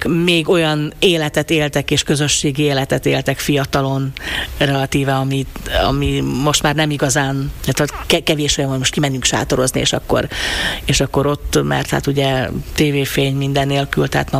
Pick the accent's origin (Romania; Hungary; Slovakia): Slovakia; Košice Region; also born or lived in Kráľovský Chlmec / Čierna nad Tisou / Pribeník; now in Košice, Slovakia; Én azt szoktam mondani, hogy én Bodrog közben nőttem fel, mert ugye ott mindenki Helmecen született annak idején. Helmecen laktunk egy ideig, aztán édesapám kapott a vasúttól egy lakást Csernőbe, akkor elköltöztünk Csernőbe